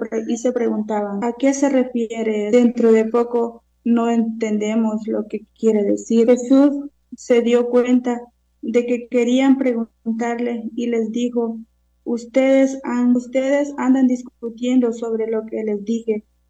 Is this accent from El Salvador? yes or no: yes; El Salvador; soy de El Salvador.